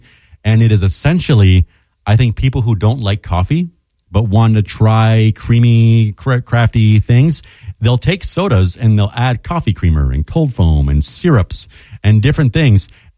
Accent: Jupiter, Florida, United States; I'm from Jupiter, Florida, and it's a much darker sand down there.

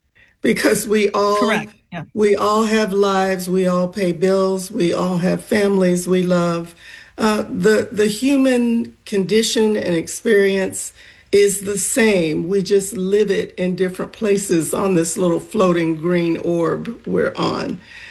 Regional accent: Florida, United States; my own growing up in Northwest Florida

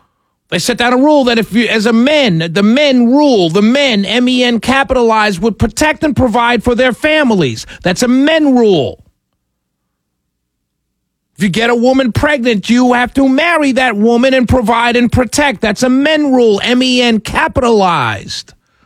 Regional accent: New York City, New York, United States; But I'm from New York City. So my city is now in the NBA championship.

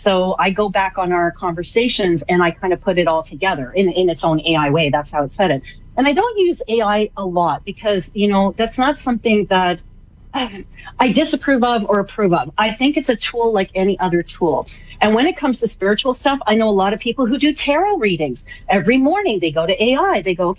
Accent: Canada; I'm Canadian, I'll still say that.

